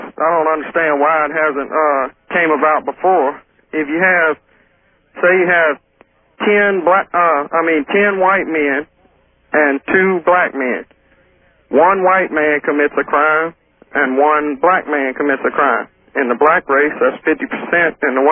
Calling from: Baton Rouge, Louisiana, United States; Hello, Baton Rouge, Louisiana.

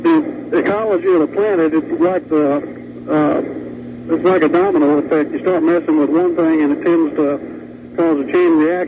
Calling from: Oklahoma, United States; I'm calling from Oklahoma.

